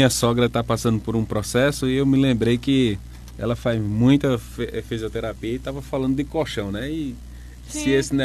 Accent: Toritama, Pernambuco, Brazil; Eu só não nasci aqui, mas vivi a minha vida toda aqui também. Eu sou apaixonado por aqui.

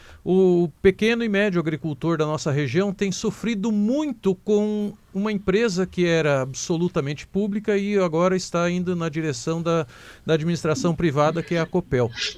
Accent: Capanema, Paraná, Brazil; há 45 anos, no interior de Capanema, de onde eu venho

